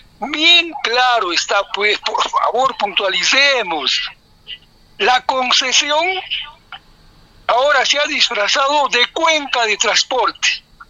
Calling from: Arequipa, Peru; pues yo también soy arequipeño

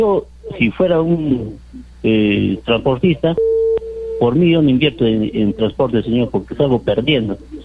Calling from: Arequipa, Peru; yo vivo en Papa del Polanco

